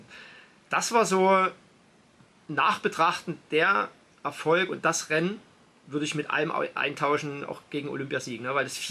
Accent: Belgium; ich bin als Belgier auf Nummer 1 ins Ziel gekommen

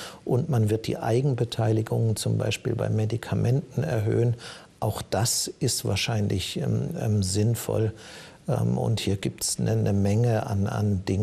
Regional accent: Germany; Wir sind als Deutsche nicht mehr so viel besser, wie wir teurer sind.

